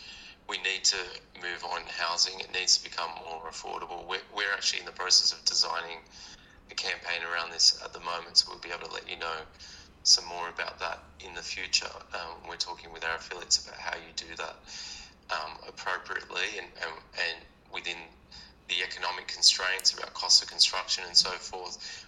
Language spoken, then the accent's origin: English; New South Wales, Australia; I've as someone who grew up in New South Wales, born and bred in New South Wales, I've never understood why we have less public holidays than everybody else.